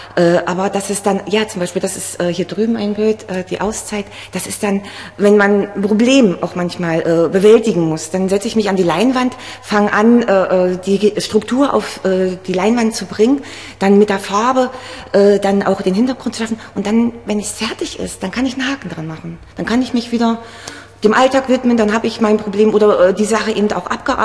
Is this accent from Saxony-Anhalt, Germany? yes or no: yes; Saxony-Anhalt, Germany; also born or lived in Sangerhausen; Ich bin 46 Jahre alt, in Sangerhausen geboren, in der wunderschönen Goldenen Aue aufgewachsen